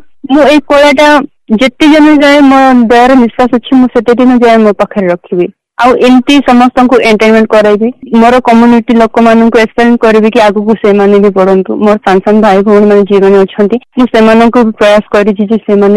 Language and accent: Odia; Kangarapada, Odisha, India; ମୋ ବ୍ଲକ ହେଉଛି ଲମତାପୁର, ମୋ ଗାଁ ହେଉଛି କାଙ୍ଗରାପଡ଼ା, ଆଉ ମୋ ଡିଷ୍ଟ୍ରିକ୍ଟ ହେଉଛି କୋରାପୁଟ।